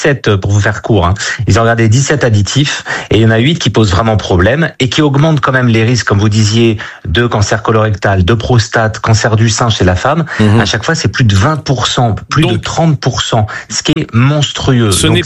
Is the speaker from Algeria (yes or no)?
no; Brittany, France; born there; Je tiens à dire quand même que moi, je suis né en Bretagne et mon grand-père était charcutier.